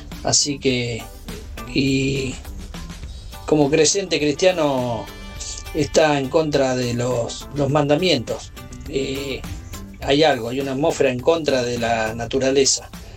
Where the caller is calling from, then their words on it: Ezeiza, Buenos Aires Province, Argentina; de La Unión, de Ezeiza.